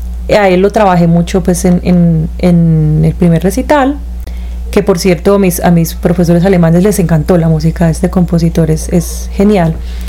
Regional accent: Colombia

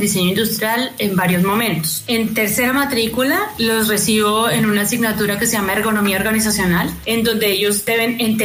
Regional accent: Bogotá, Colombia; Ahí pasé toda la infancia, entre el pasto, el estadio, la concha acústica, la Plaza Che, el Museo de Artes, el Auditorio León de Greiff.

